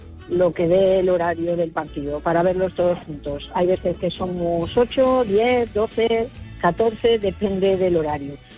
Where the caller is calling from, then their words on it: Madrid, Community of Madrid, Spain; de Madrid.